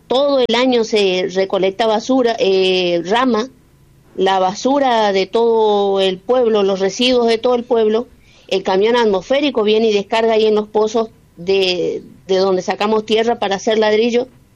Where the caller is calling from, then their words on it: Campo Largo, Chaco, Argentina; de aquí, de Campo Largo.